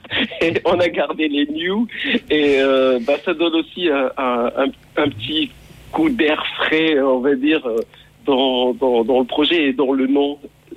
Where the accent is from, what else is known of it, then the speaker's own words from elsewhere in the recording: Morocco; moved away as an adult; now in France; j'ai grandi au Maroc. Je suis né et grandi jusqu'à l'âge de 27 ans. J'ai vécu au Maroc. J'ai fait mes études là-bas, à la fac. Et après, je suis venu m'installer en France pour la musique.